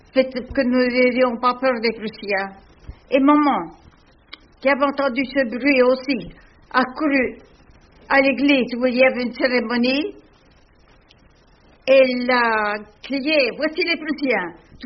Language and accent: French; Dampierre-sur-Linotte, Bourgogne-Franche-Comté, France; born there; now in Nancy, France; Je suis née en 1861, en Haute-Saône, à Dampierre-sur-Linotte.